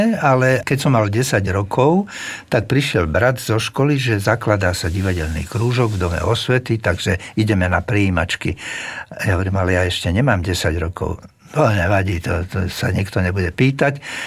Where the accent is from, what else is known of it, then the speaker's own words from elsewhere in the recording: Bratislava Region, Slovakia; accent: Záhorie dialect; aj otec s nami často hovorili, teda na nás hovorili po nemecky a my sme odpovedali po záhorácky, lebo mama bola záhoráčka.